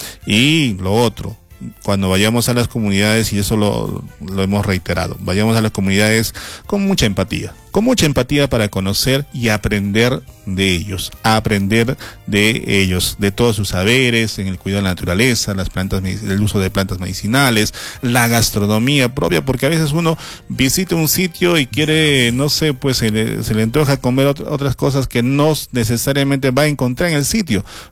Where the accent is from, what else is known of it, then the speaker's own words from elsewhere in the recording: Arequipa, Peru; estamos inclusive como arequipeños, debemos al menos una vez visitar, conocer, interactuar con todas las comunidades de la Reserva Nacional de Salinas y Aguada Blanca que tenemos a pocos minutos